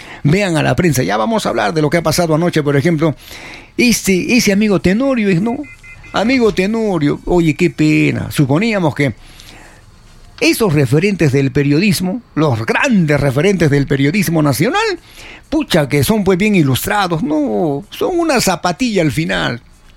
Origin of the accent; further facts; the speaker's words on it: Peru; somos peruanos.